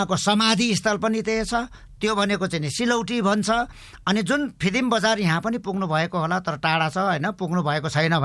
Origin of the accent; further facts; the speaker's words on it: Koshi Province, Nepal; छुट्टै राज्य हुँदाखेरि भारत सिक्किम र नेपालको सिमाना जोडिएको ठाउँलाई चाहिँ तिन सिमाना भन्छ, त्यो मेरो गाउँमा पर्दछ।